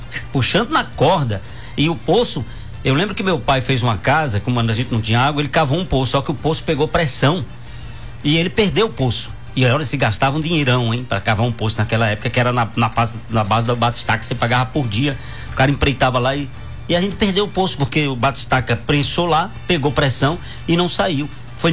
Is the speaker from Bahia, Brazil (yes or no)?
yes; Sertão, Bahia, Brazil; Mas eu sou sertanejo.